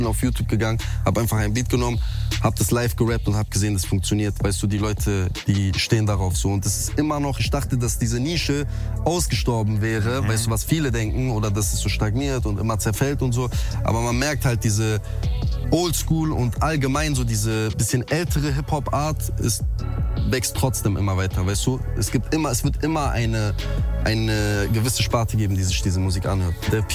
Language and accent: German; North Rhine-Westphalia, Germany; Aber ich komme ja aus NRW